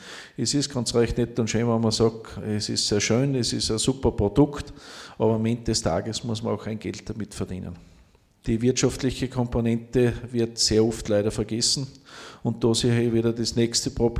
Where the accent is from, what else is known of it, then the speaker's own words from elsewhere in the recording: Styria, Austria; now in Freistadt District, Upper Austria, Austria; ich komme gebürtig aus der Steiermark